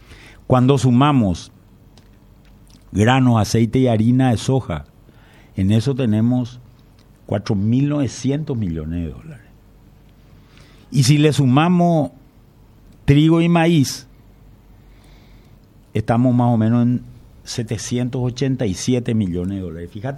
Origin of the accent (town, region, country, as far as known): Paraguay